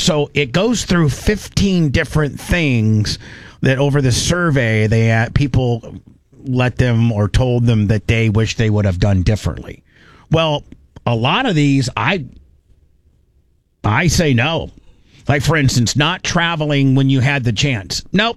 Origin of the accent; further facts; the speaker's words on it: Indiana, United States; My idea of a great vacation is going to Indiana. And going back to my hometown and seeing my friends